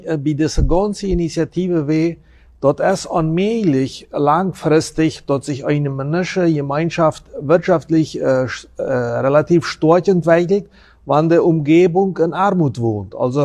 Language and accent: German; Friesland, San Pedro, Paraguay; also born or lived in Chaco; Also, ich komme ursprünglich aus Friesland.